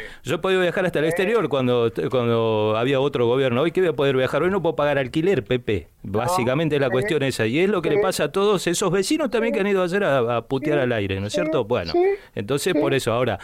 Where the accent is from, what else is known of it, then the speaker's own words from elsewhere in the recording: Argentina; Mirá, yo soy un argentino más de los que se levanta honradamente a laburar.